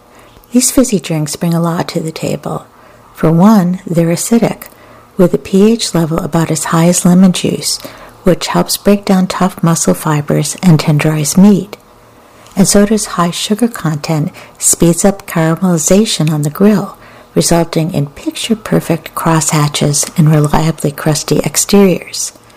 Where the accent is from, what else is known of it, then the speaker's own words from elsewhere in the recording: Australia; When I was growing up in Australia, my mom would cut a giant wedge of watermelon, slice a cheek of sun-ripened mango